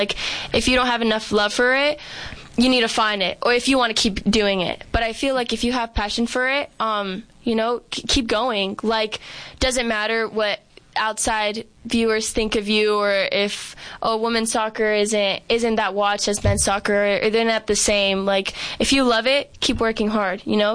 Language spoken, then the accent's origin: English; Phoenix, Arizona, United States; But I love Arizona. I grew up here. I'm from Phoenix. My parents moved here really young.